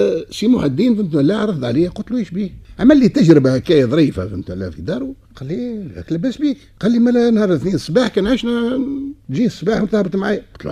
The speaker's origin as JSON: {"language": "Arabic", "town": "Rades", "region": "Ben Arous", "country": "Tunisia", "tie": "born or raised there", "said": "بحكم وجودي في رادس أنا من مواليد رادس عد عندنا جمعية نجم الضواحي"}